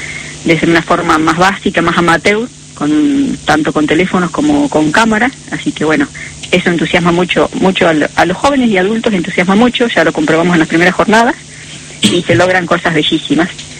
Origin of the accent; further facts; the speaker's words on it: La Pampa, Argentina; somos de localidades de La Pampa, donde todos nos conocemos hace muchos años